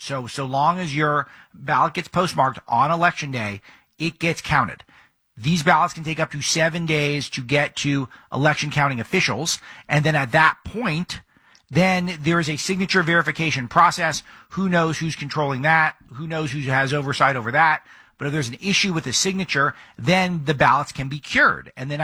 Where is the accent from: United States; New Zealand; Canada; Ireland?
United States; California; So if you don't think there's evidence that Democrats are willing to cheat, look no further than my home state of California